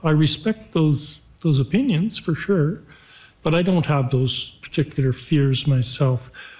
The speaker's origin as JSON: {"language": "English", "town": "Whitehorse", "region": "Yukon", "country": "Canada", "tie": "born or raised there", "said": "I was one that was born and raised in the Copper Belt. I grew up with mining. I was like 10 years old when mining came to my backyard"}